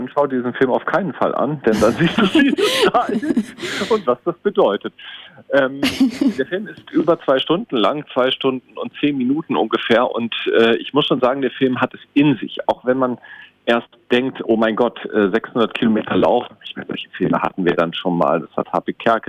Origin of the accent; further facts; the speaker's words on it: Northern Germany, Germany; moved away; ich komme ursprünglich aus dem Norden, ich kenne sowas.